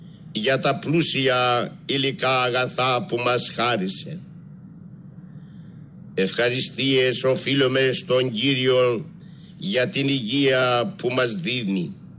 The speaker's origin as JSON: {"language": "Greek", "country": "Greece", "said": "όλοι εμείς που γεννηθήκαμε Έλληνες και ανήκουμε στο ελληνικό έθνος"}